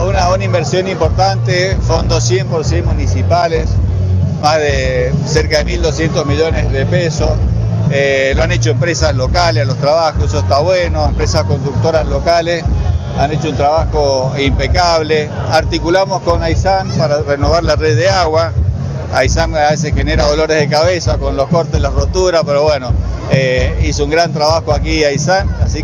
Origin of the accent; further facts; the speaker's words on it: Mendoza, Argentina; contento como mendocino también.